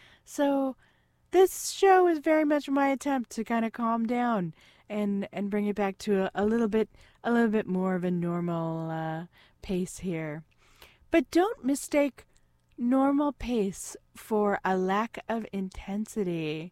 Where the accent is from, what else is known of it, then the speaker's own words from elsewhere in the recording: California, United States; moved away; I grew up in Central California